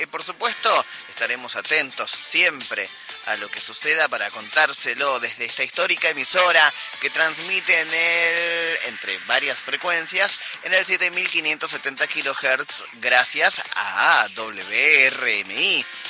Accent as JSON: {"language": "Spanish", "country": "Argentina", "said": "nosotros nos metemos de lleno para contarle nuestra cultura, nuestros personajes de la cultura, cómo somos los argentinos, qué escuchamos los argentinos, qué leemos los argentinos."}